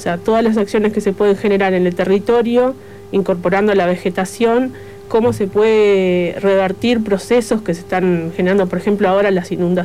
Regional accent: Maldonado, Uruguay; Soy de acá, de Maldonado.

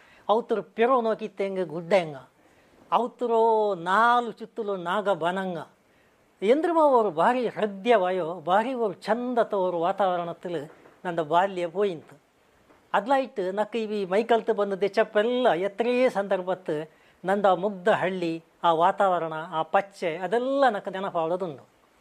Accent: Karnataka, India; born there; ಹಳ್ಳಿಲಿ ನಾನು ಜೀವನ ಹಾಕಿಟ್ಟು ಮೇಲೆ ಬಂದವನು.

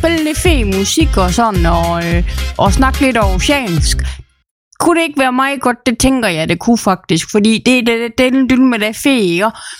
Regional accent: Aarhus, Central Denmark Region, Denmark; moved away; Så er jeg rent faktisk fra Aarhus. Men jeg bor ikke med. Jeg udvandrer.

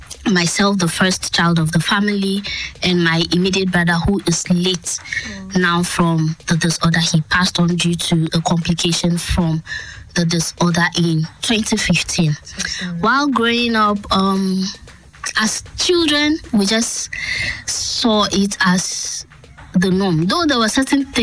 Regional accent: Ghana; But then we grew up in Ghana

